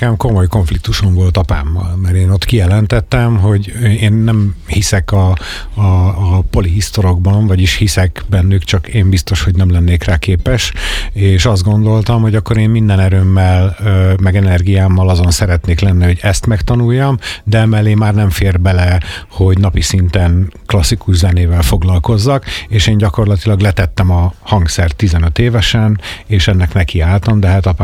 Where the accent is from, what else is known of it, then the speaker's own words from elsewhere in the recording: Pécs, Baranya, Hungary; moved away as an adult; now in Budapest, Hungary; én pécsi srác vagyok